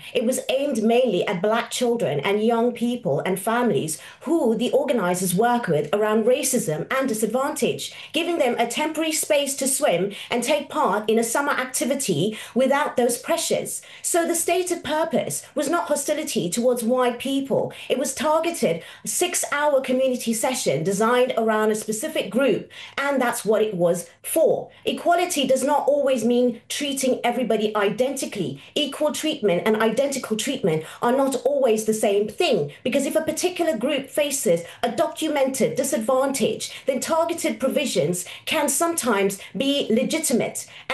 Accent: South Africa; I am born and raised in South Africa.

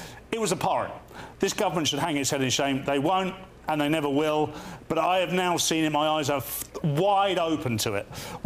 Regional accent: Portsmouth, South East England, United Kingdom; I was born and bred in Portsmouth. So are many generations of my family, actually.

